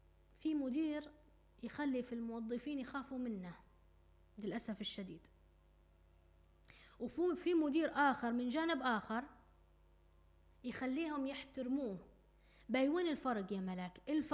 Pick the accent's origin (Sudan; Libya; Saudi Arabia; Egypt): Libya; احنا كليبيين وناس بيتية واهل ومتربيين تربية سليمة وتربية صحية